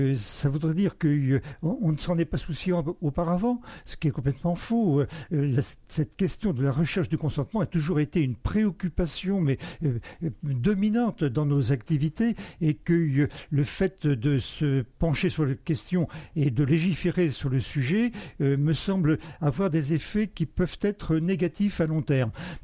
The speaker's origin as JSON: {"language": "French", "town": "Paris", "region": "Île-de-France", "country": "France", "tie": "born or raised there"}